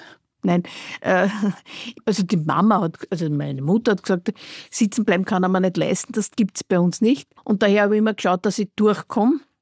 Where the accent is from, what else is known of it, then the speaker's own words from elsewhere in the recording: Vienna, Austria; ich bin ja im alten Floridsdorf aufgewachsen. Ich bin ganz, ganz in der Nähe vom Spitz aufgewachsen, in einem Altbauhaus.